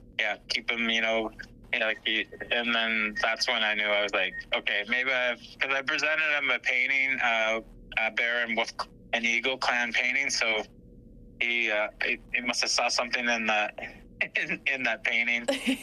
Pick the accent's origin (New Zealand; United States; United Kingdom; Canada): Canada; Prince Edward Island; moved away as an adult; now in northern Canada; and actually I was adopted in the 70s. I grew up in Prince Edward Island, and then I moved back up north in 93